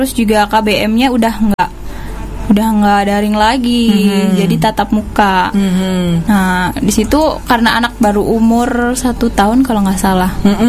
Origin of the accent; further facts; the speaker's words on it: Indramayu, West Java, Indonesia; first language Indonesian; Ya asli. Aku lahir di Gantar.